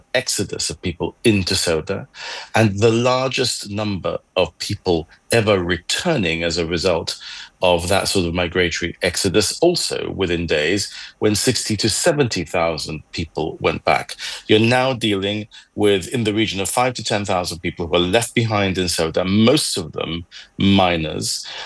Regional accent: Gibraltar

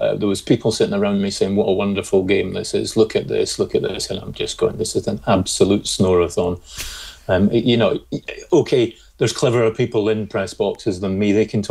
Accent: Scotland, United Kingdom; I'm going to brush up on my Scottish accent because I'm often accused of not being a proper Scot

